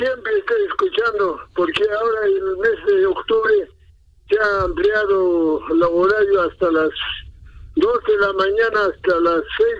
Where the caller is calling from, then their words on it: Puno, Peru; Estoy llamando de Puno